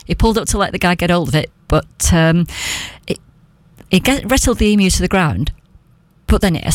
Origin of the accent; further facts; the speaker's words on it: Accrington, North West England, United Kingdom; born there; moved away as an adult; now in Herne Bay, United Kingdom; Yes, I was born in Accrington. Somebody has to be. But we moved to Herne Bay last year, and I absolutely love living here.